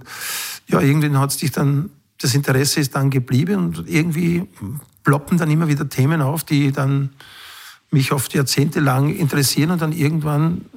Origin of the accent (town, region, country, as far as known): Halbturn, Burgenland, Austria; born or raised there